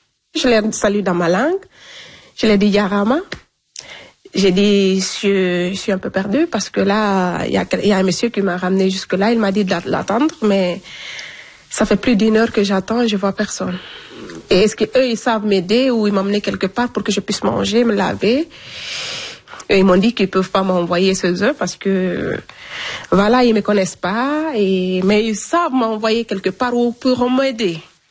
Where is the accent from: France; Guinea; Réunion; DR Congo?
Guinea; Je vous assure, même l'eau n'avait pas de goût chez moi. Parce qu'ici, il y a le calcaire, mais chez nous, en Guinée, il n'y a pas de calcaire.